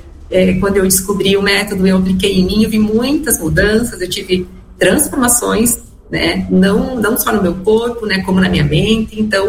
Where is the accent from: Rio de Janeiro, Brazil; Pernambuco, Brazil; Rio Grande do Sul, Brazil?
Rio Grande do Sul, Brazil; Marau; moved away as an adult; now in Passo Fundo, Brazil; eu sou natural de Marau, minha família mora em Marau, eu saí cedo, né, de lá. Com 18 anos